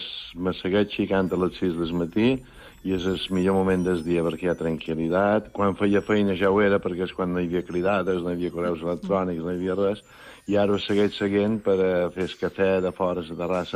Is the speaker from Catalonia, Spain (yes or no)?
no; Ciutadella, Balearic Islands, Spain; now in Mahón, Spain; Jo som de Ciutadella, però fa anys que visc a Mahó.